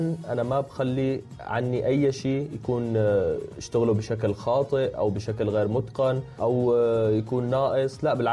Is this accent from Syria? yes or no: yes; Syria; now in Turkey; هلأ أنا ببداية رحلتي من سوريا لتركيا بصراحة ما كنت إنسان بعتبر نفسي مثقف